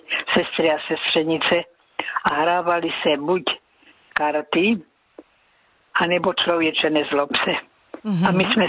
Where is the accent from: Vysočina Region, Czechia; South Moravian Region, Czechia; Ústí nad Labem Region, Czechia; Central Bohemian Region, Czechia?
South Moravian Region, Czechia; Násedlovice; ja sem pocházím z Násedlovic, a přes pole sme chodili do Klobouk do Brna, u Brna, teda Klobouky u Brna, tam sme chodili do kostela.